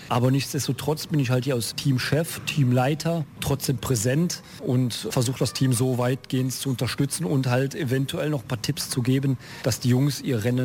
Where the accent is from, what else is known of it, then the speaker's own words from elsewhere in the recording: Eschweiler, North Rhine-Westphalia, Germany; Wir kommen ja alle aus Eschweiler.